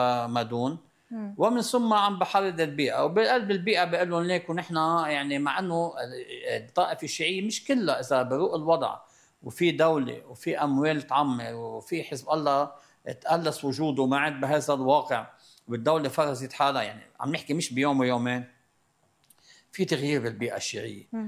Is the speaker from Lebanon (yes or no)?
yes; Lebanon; أنا كمواطن لبناني كصحافي